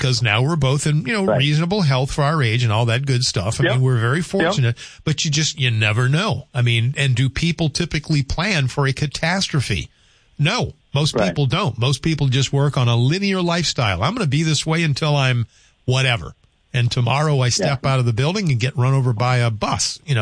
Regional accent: the South, United States; Well, I grew up in the South. So, I mean, Florida's, Florida's a piece of cake.

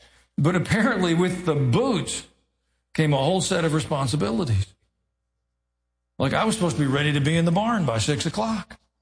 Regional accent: Tennessee, United States; I grew up in Middle Tennessee. Most of you know that. My dad was a veterinarian.

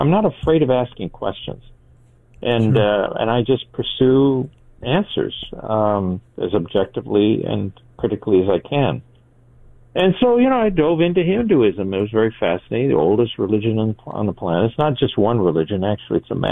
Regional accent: Los Angeles, California, United States; You know, I grew up in East L.A. listening about the Bible this, Bible that.

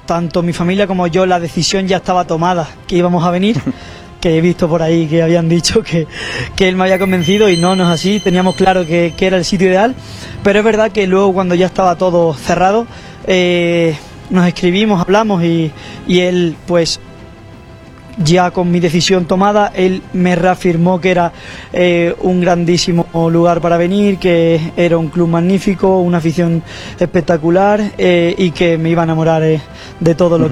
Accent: Sevilla, Andalusia, Spain; moved away as an adult; now in Mexico; vengo también de un sitio donde yo soy, de Sanlúcar de Sevilla, que en el que también los derbis se viven muy, muy fuerte

